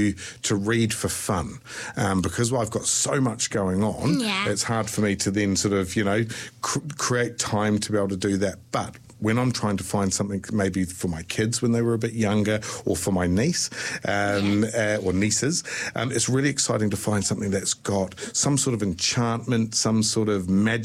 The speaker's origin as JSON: {"language": "English", "town": "Christchurch", "region": "Canterbury", "country": "New Zealand", "tie": "born or raised there", "also_born_or_lived": "England", "moved": "as an adult", "lives_now": "Dunedin, New Zealand", "said": "So so I grew up in Christchurch many years ago, but I moved to Dunedin about 20 years ago. And but I've lived in England and all around the place."}